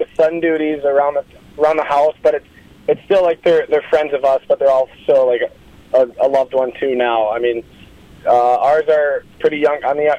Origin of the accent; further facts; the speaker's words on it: Minnesota, United States; growing up in Minnesota, I was actually a Wisconsin fan growing up in Minnesota territory, so it's hard, but I mean, I've got family from Wisconsin, the Milwaukee area, so I've been around Badger sports since I was little